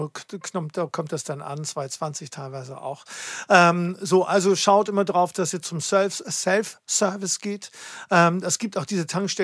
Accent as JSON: {"language": "German", "town": "Grado", "region": "Friuli-Venezia Giulia", "country": "Italy", "said": "Und was ja meine Heimat ist."}